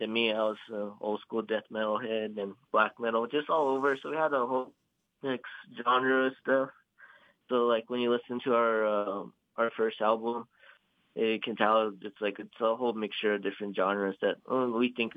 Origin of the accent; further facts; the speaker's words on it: San Felipe Pueblo, New Mexico, United States; Me and the vocalist come from San Felipe Pueblo.